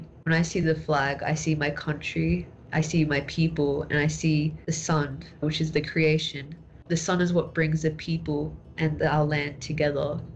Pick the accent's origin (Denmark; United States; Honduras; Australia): Australia; Matraville, New South Wales; I think I saw it most in the area I grew up in Matraville.